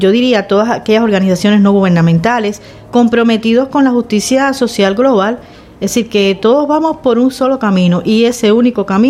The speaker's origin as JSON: {"language": "Spanish", "country": "Cuba", "moved": "as an adult", "lives_now": "Las Palmas de Gran Canaria, Spain", "said": "soy cubana, que en Cuba hacía periodismo y periodismo en la radio"}